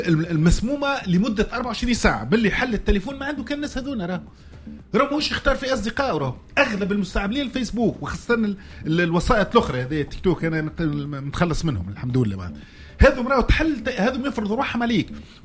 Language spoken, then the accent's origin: Arabic; Tunisia